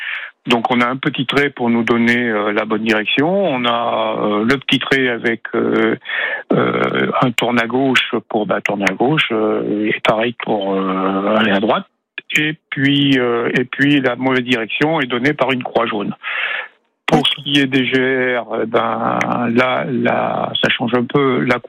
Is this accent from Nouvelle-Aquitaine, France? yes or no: yes; Nouvelle-Aquitaine, France; chez nous, en Creuse